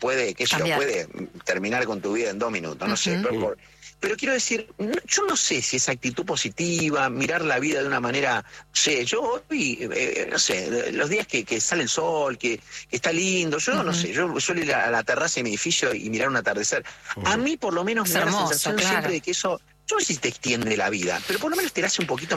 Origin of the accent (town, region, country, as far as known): Rafaela, Santa Fe, Argentina; born or raised there; also born or lived in La Plata